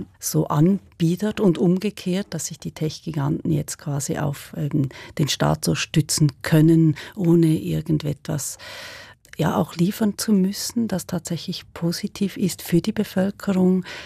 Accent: Switzerland; als Schweizerin

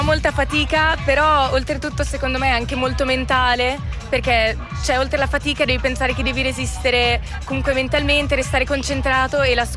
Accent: Camignolo, Ticino, Switzerland; io di Camignolo

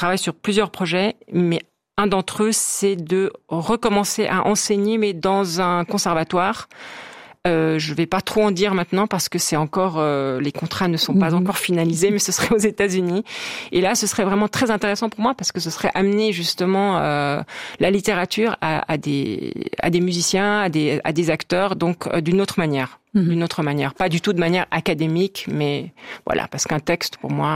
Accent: Switzerland; born there; moved away; quand j'étais petite, quand j'étais en Suisse.

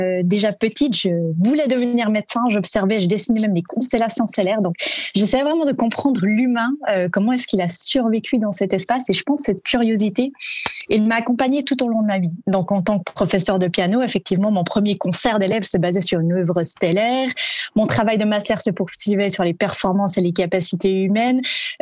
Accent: Vaud, Switzerland; moved away as an adult; also born or lived in Bern / Fribourg; now in Toulouse, France; Alors la Suisse, c'est mon pays natal. Je suis née et j'ai grandi en Suisse, dans le canton de Vaud. Et j'ai poursuivi mes études à Berne, à Fribourg, et ça fait maintenant un an que je travaille au MEDES pour l'Agence spatiale française à Toulouse, dans le sud.

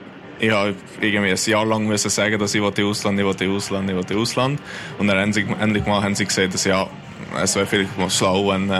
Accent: Hungary; now in Switzerland; bei der Nationalmannschaft würde ich immer für Ungarn spielen. Also ja. Das ist mein Heimatland.

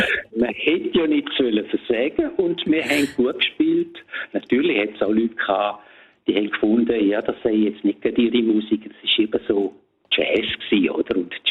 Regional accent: Domat/Ems, Graubünden, Switzerland; das ganze Dorf, wo ich aufgewachsen bin, die sitzen jetzt vor dem Fernseher und schauen zu. Mhm. Weil damals hat es in dem Dorf, wo ich aufgewachsen bin, im bündnerischen Domadems, da hat es ein Fernsehsender gegeben.

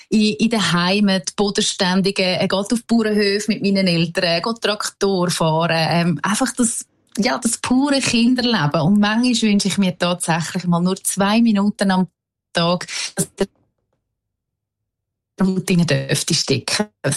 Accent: Benken, Switzerland; Ich bin in Benken aufgewachsen, in meinem kleinen Dorf.

